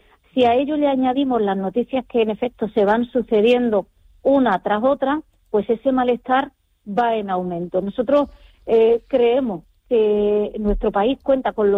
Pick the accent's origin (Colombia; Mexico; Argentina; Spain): Spain; Ceuta; los ceutíes